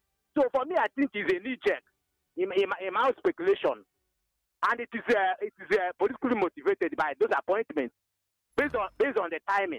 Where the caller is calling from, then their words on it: Nkomoro, Ebonyi, Nigeria; I am reaching you from Nkomoro, located in Inyaba, DC of Ebonyi State.